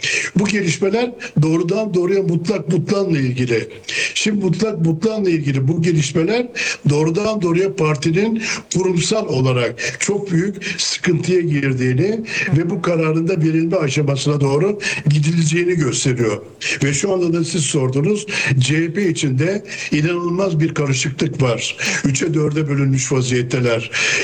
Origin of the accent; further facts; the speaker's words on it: Manisa, Turkey; ben Manisalıyım ve Manisa'daki bütün gelişmeleri çok yakından takip ediyorum.